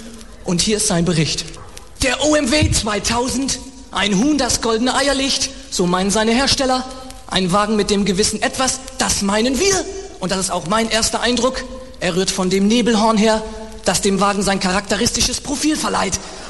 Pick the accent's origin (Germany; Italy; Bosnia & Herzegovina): Germany; Northern Germany; Ich komme also aus dem Norden Deutschlands. Viele von Ihnen wissen nicht, dass wir auch bei uns unsere eigene Automobilindustrie haben.